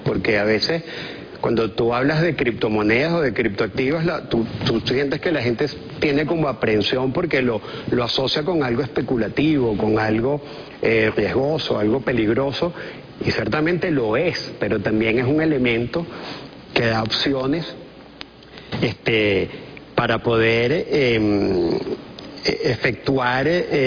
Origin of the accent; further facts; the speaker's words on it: Venezuela; En Venezuela tenemos la quinta reserva mundial de torio